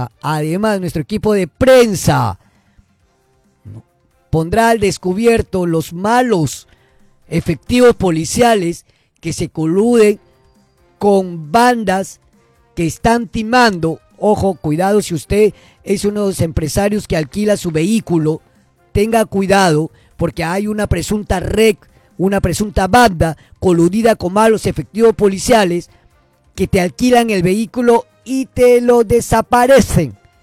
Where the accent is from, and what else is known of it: Peru